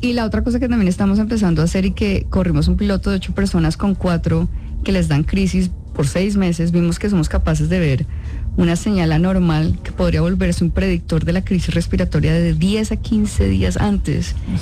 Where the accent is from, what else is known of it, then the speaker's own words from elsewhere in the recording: Huila, Colombia; Yo vengo de una familia de médicos, yo vengo de la ruralidad colombiana, yo soy del Huila, yo vi muchas cosas de primera mano, ¿sí? Yo también hice mi rural en el Huila